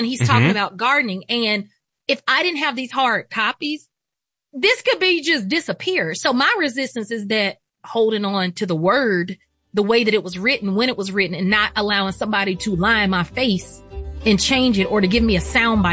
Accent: Atlanta, Georgia, United States; that is something hyper specific to growing up in Atlanta, in a city where I was fully affirmed and so many people looked like me

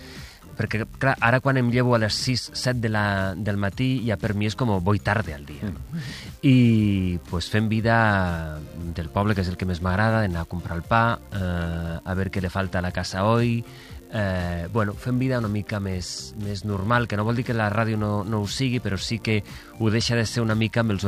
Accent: Valencia, Valencian Community, Spain; moved away as an adult; now in Barcelona, Spain; Soc de València, quan vaig venir a Barcelona a estudiar el primer any de carrera a l'Autònoma

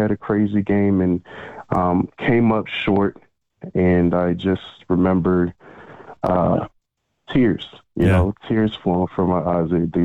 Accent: New Jersey, United States; also born or lived in Georgia; You know, I grew up in Jersey. I spent my first couple of years of high school in Georgia.

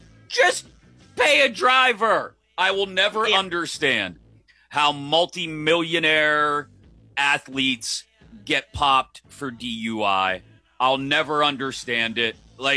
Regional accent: Pittsburgh, Pennsylvania, United States; I grew up in Pittsburgh, still live in Pittsburgh.

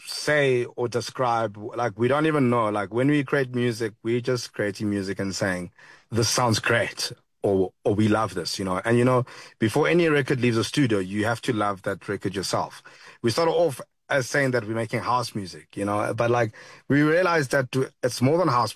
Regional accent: Alexandra, Gauteng, South Africa; And then I'm from Alex Township and Judah's from Mpumalanga.

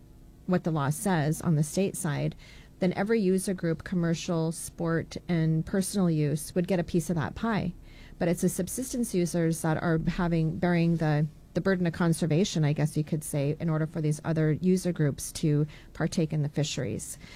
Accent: Bristol Bay, Alaska, United States; I'm from Bristol Bay

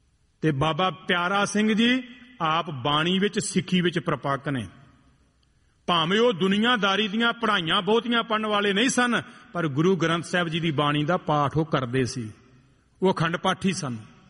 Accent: Punjab, India; moved away; ਅਸੀਂ ਉਸ ਇਲਾਕੇ ਦੇ ਹਾਂ ਜਿਨ੍ਹਾਂ ਇਲਾਕਿਆਂ ਵਾਸਤੇ ਤੁਹਾਡੇ ਕੰਨੀ ਇਹ ਕਹਾਵਤਾਂ ਪਈਆਂ ਨੇ ਵੀ 20-20 ਸਾਲ ਉਹਨਾਂ ਪਿੰਡਾਂ ਚੋਂ ਬਰਾਤਾਂ ਨਹੀਂ ਚੜੀਆਂ

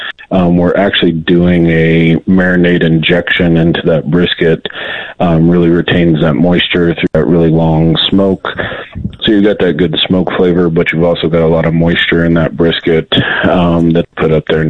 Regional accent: Colorado, United States; born and raised in Colorado, grew up on the Eastern Plains, went to Colorado State

